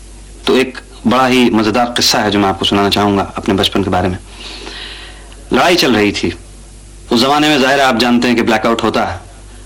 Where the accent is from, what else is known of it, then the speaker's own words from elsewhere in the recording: Ludhiana, Punjab, India; मैं लुधियाने का रहने वाला हूँ, खुली छतें होती हैं वहाँ पर